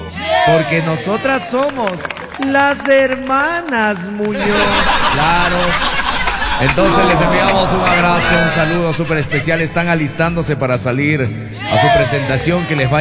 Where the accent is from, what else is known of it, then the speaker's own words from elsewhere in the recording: Mulaló, Cotopaxi, Ecuador; me voy a Mulaló, es el cambio de mando. Me voy a mi tierra, digo. Me voy a mi tierra. Voy a estar en Mulaló en el cambio de mando.